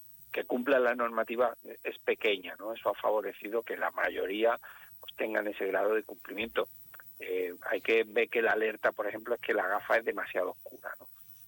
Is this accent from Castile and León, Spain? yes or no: no; Granada, Andalusia, Spain; Sí, señor, a mucha honra y encantado de hablar en Granada, que es mi tierra de la que yo hago patria constantemente.